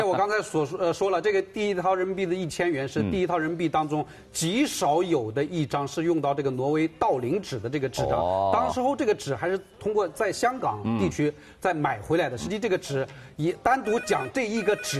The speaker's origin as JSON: {"language": "Chinese", "region": "Shanghai", "country": "China", "said": "这和我们上海人的这个感情是最深厚的。"}